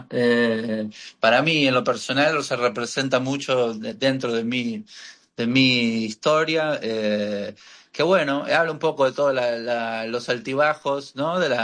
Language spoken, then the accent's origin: Spanish; Buenos Aires, Argentina; accent: Argentine; moved away as an adult; also born or lived in Miami, Florida, United States; now in New York, United States; nací en Miami, no pasé mucho tiempo ahí de chico, crecí en Argentina, en Buenos Aires toda mi vida, me delata el acento.